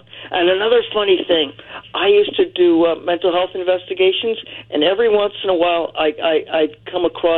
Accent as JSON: {"language": "English", "region": "New York", "country": "United States", "tie": "born or raised there", "moved": "yes", "lives_now": "Westminster, California, United States", "said": "my hometown, Queens"}